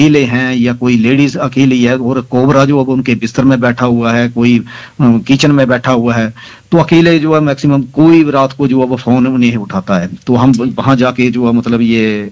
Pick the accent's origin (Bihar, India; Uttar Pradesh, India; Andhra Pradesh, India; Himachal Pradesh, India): Himachal Pradesh, India; Kangra district; मैं जिला कांगड़ा, अपना तहसील जसीमपुर, आनपुर गांव से हूँ